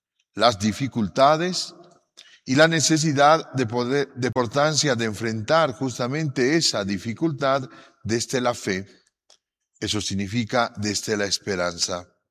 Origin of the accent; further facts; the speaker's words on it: Bolivia; Estamos viviendo como bolivianos momentos difíciles.